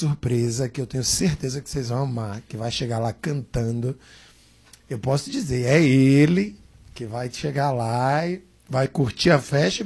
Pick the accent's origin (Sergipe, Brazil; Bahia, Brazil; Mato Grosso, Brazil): Sergipe, Brazil; Aracaju; o povo de Aracaju, que eu sou de Aracaju